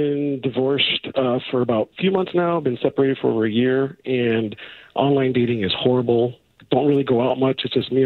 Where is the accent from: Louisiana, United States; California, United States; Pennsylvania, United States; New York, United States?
California, United States; Los Angeles; now in Diamond Bar, United States; I am from Diamond Bar. I grew up in the San Fernando Valley, but I moved out to Diamond Bar.